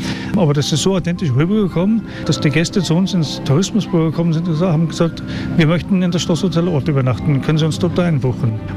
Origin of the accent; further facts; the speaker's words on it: Bedford, East of England, United Kingdom; German is a second language; now in Austria; Aus Bedford, das liegt so 50 Kilometer nördlich von London.